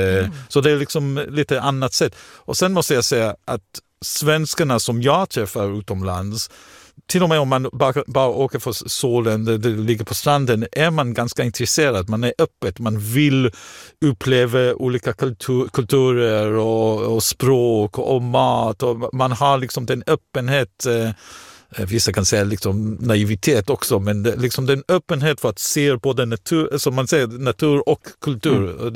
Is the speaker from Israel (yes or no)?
yes; Israel; now in Sweden; Jag kom från Israel och Israel reser man också mycket.